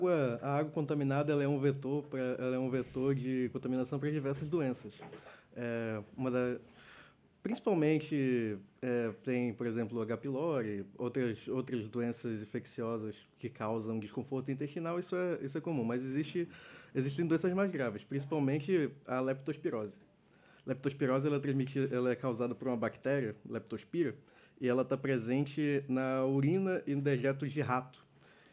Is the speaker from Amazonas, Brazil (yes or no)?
yes; Manaus, Amazonas, Brazil; now in Tabatinga, Brazil; Eu sou de Manaus.